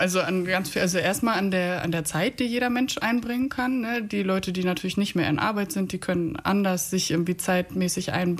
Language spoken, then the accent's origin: German; Hamburg, Germany; Genau, also wir kommen eigentlich aus Hamburg